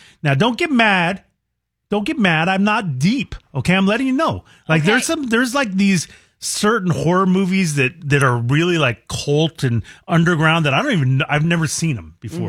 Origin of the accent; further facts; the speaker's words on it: United States; Well, I'm Native American, so that term you just used, I don't even appreciate.